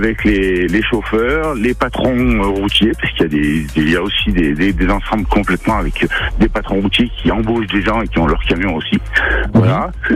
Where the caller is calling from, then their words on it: Chamrousse, Auvergne-Rhône-Alpes, France; Je suis sur Champs-Rousses, oui.